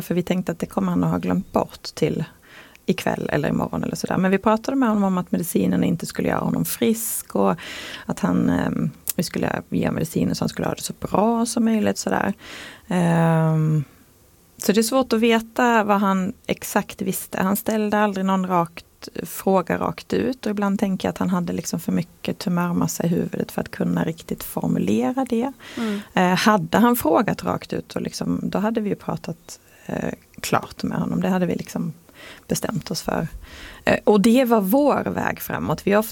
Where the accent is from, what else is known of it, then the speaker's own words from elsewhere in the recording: Skåne, Sweden; accent: Scanian; now in Gävle, Sweden; Jag är ju skåning, som det kanske hörs